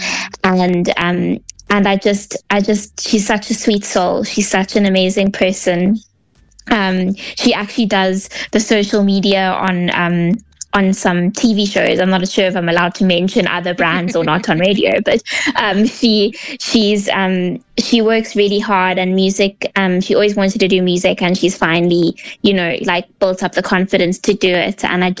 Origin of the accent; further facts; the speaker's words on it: Western Cape, South Africa; born or raised there